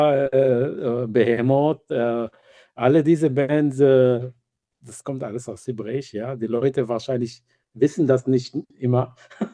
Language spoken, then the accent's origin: German; Israel; first language Hebrew; German is a second language; moved away; Also der Name stammt aus hebräischer Sprache. Das ist eigentlich meine Muttersprache. Ich komme ursprünglich aus Israel.